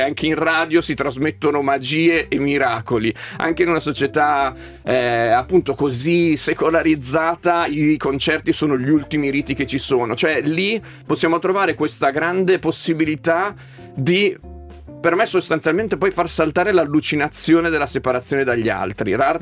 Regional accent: Ferrara, Emilia-Romagna, Italy; io sono comunque del nord-est perché vengo da Ferrara

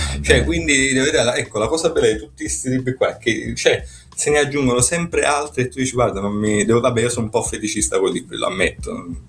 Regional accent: Naples, Campania, Italy; io napoletano

